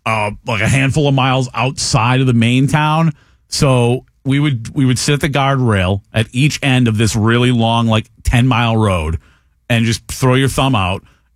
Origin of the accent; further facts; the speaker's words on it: Massachusetts, United States; moved away; We didn't have buses where I grew up.